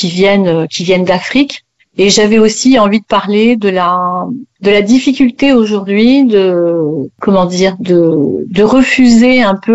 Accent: French Guiana; chez moi en Guyane

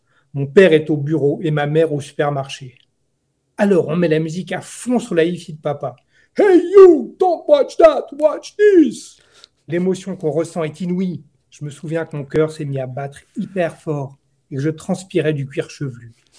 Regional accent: Geneva, Switzerland; born there; chez moi en Suisse

